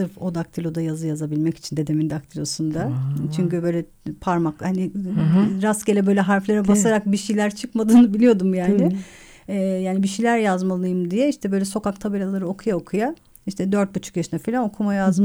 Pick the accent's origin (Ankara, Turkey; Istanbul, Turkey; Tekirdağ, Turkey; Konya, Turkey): Istanbul, Turkey; born there